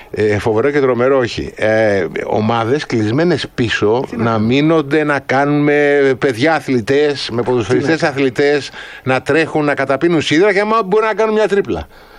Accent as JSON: {"language": "Greek", "country": "Greece", "said": "σαν Έλληνας, όλοι οι Έλληνες είμαστε με το μέρος του αδύναμου."}